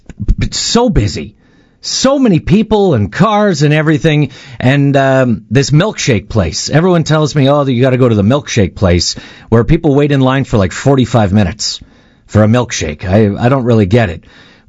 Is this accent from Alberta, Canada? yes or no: yes; Alberta, Canada; Listen, I love Chinook Center. I grew up near Chinook Center. That was my mall of choice.